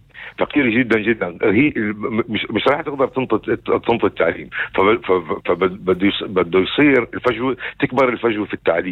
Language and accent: Arabic; Israel; احنا كفلسطيني الداخل